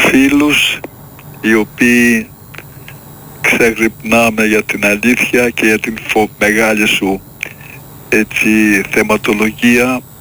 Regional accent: Greece

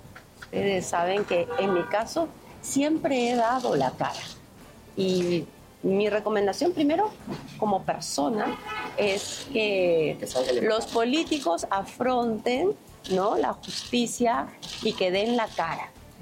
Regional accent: Peru

